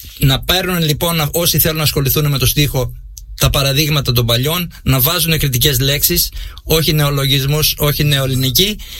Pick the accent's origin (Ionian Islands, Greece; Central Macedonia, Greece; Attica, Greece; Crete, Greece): Crete, Greece; Rethymno; moved away as an adult; now in Arkalochori, Greece; Εγώ είμαι καταγωγή μου από το Ρέθυμνο.